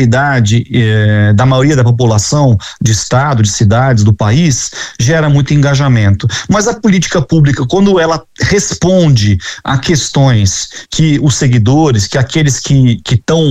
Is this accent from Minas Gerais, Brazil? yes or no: no; Rio de Janeiro, Brazil; Eu também sou do Rio de Janeiro